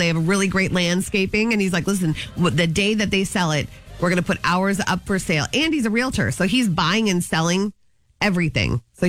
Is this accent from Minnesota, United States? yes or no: yes; Anoka, Minnesota, United States; huge fixture in my hometown of Anoka.